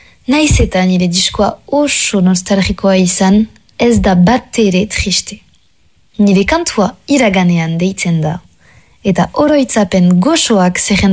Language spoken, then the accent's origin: Basque; Ustaritz, Nouvelle-Aquitaine, France; Hasi nintzen ustaritzen gurasoekin eta nire apitsita amitsiren etxearen justu ondoan.